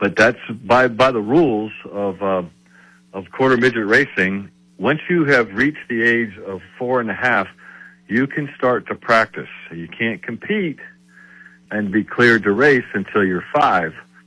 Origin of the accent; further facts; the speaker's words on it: Pennsylvania, United States; now in Florida, United States; I'm out of Florida today, up in Pennsylvania in my hometown, doing some reminiscing, seeing some of the old places and enjoying. And you know, it's funny, where I grew up, we're not doing any racing stuff today